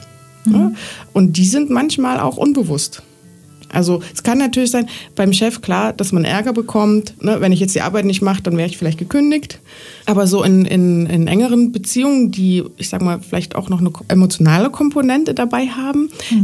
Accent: East Germany, Germany; born there; Ich bin noch in der DDR geboren, ja.

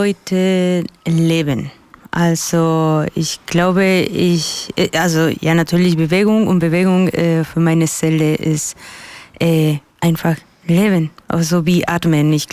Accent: Colombia; German is a second language; moved away as an adult; now in Weimar, Germany; also ich bin … ich komme aus Kolumbien, wohne seit 10 Jahren in Deutschland, ganz genau in Weimar.

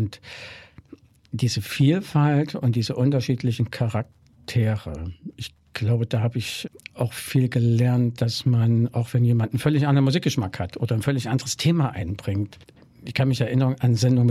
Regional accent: Jena, Thuringia, Germany; moved away as an adult

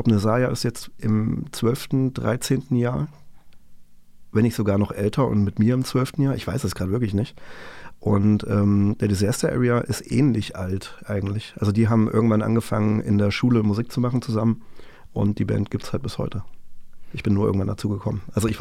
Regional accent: Ilmenau, Thuringia, Germany; ich musste zurück nach Ilmenau, wo ich herkomme.

